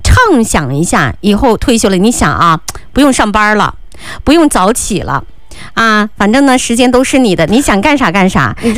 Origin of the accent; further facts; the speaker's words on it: Minqing, Fujian, China; moved away; 七点也是在闽清，但是它是在另一个镇，跟我们那儿是不一样的。我们那儿有空气非常好，而且你知道那时候空气它那个纯天然的，经常到了三月份的时候，二三月份的时候，非常多蓝色的蝴蝶